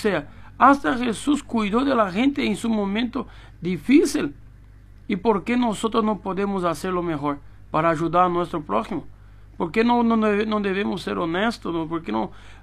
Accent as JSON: {"language": "Spanish", "country": "Brazil", "second_language": "Spanish", "moved": "as an adult", "lives_now": "Paraguay", "said": "Yo soy brasileño y yo, ¿dónde me voy?"}